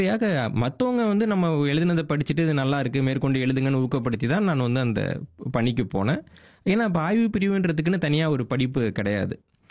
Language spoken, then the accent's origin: Tamil; Mannargudi, Tamil Nadu, India; born there; எங்கள் ஊரில் நான் வந்து மன்னார்குடின்ற ஒரு சின்ன ஊரில் தான் பிறந்தேன்.